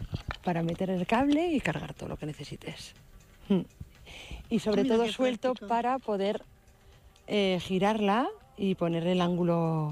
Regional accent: Tenerife, Canary Islands, Spain; born there; Sí, nací en Tenerife.

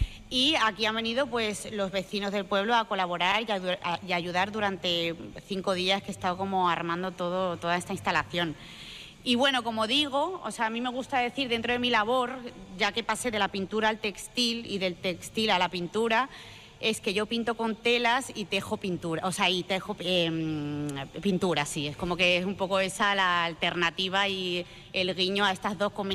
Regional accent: Tenerife, Canary Islands, Spain; moved away; also born or lived in Palencia; yo soy canaria, soy de Tenerife, pero mi padre es de Palencia y mi madre dominicana. Entonces yo parte de mi vida, gran parte, la pasé en un pueblo de Palencia

